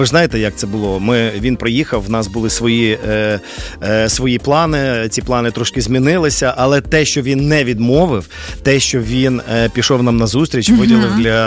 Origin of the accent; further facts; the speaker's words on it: Ivano-Frankivsk, Ivano-Frankivsk Oblast, Ukraine; тому що я виріс в Івано-Франківську